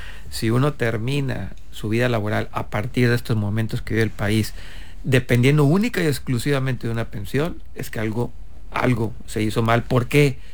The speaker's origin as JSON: {"language": "Spanish", "country": "Mexico"}